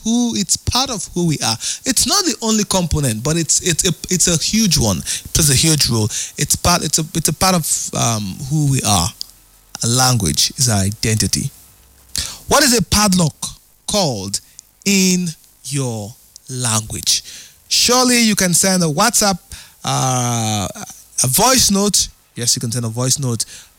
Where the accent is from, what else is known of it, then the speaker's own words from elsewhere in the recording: Rivers, Nigeria; I'm from Ikwerre, and we call it Mkweku.